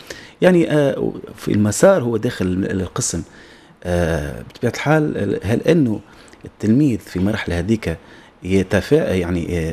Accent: Tunisia; احنا كعائلة تونسية

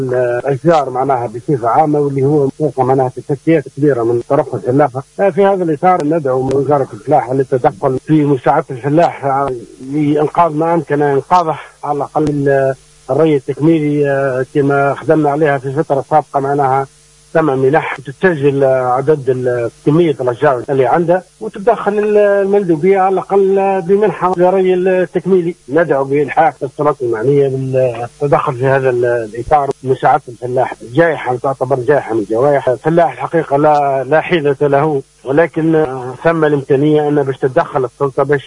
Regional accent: Tunisia

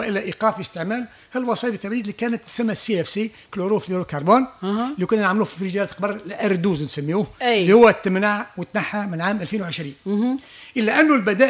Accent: Tunisia

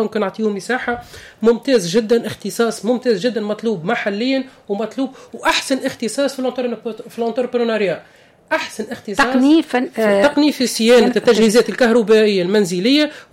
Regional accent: Kalaa Kebira, Sousse Governorate, Tunisia; اللي عندنا في تونس. تو احنا في القلعه الكبيره عندنا برشا دي شين دي مونتاج نتاع الكتروميناجي

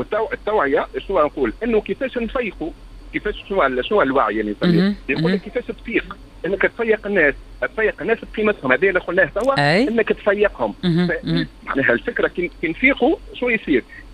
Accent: Tunisia; بلادنا تونس الغاليه علينا

